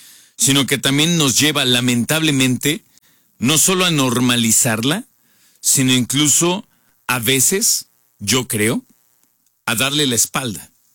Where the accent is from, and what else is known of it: Mexico